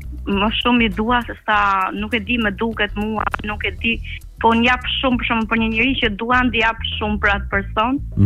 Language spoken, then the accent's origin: Albanian; Krujë, Durrës County, Albania; born there; moved away; qytetin e Krujës, qytetin tim të lindjes.